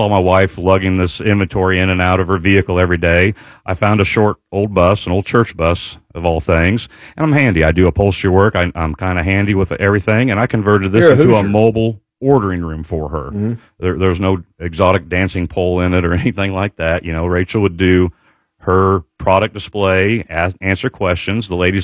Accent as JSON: {"language": "English", "region": "Indiana", "country": "United States", "said": "I'm from Knox County, where politics can be a blood sport."}